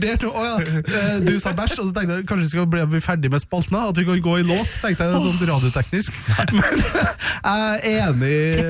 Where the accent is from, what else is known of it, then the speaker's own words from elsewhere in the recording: Trøndelag, Norway; Altså, der jeg er fra, Stadsbya, vi ble kalt for grøtstaværinga.